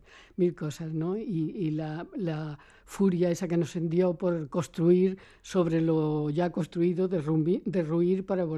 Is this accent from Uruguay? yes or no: no; Córdoba, Andalusia, Spain; Yo soy cordobesa